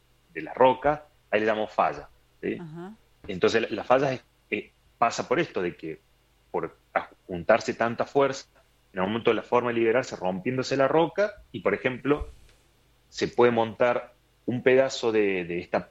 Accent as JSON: {"language": "Spanish", "region": "Córdoba", "country": "Argentina", "moved": "as an adult", "lives_now": "Mendoza, Argentina", "said": "Yo soy de Córdoba, pero hace 11 años estoy acá en Mendoza"}